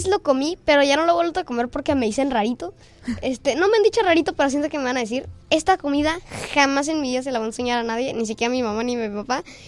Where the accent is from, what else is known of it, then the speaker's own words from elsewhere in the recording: Tijuana, Baja California, Mexico; also born or lived in United States; No, nací en Estados Unidos.